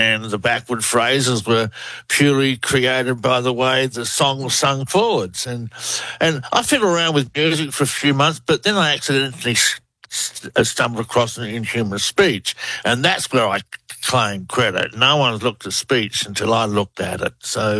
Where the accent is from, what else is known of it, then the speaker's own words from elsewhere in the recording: Australia; which I thought was quite ironic because I'm from the Outback.